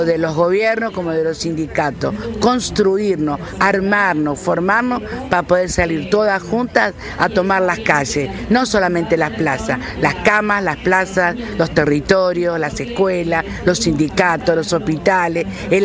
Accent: La Matanza, Buenos Aires Province, Argentina; soy de La Matanza, pero de la regional oeste

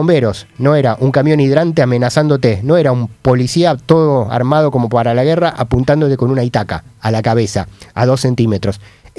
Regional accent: Argentina; somos Argentina

